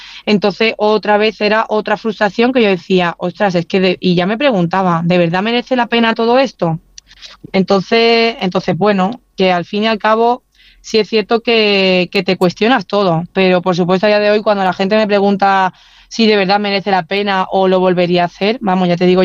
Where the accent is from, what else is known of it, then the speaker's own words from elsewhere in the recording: Huelva, Andalusia, Spain; cuando bajé a mi tierra, a Huelva, y lo pude disfrutar con mi familia.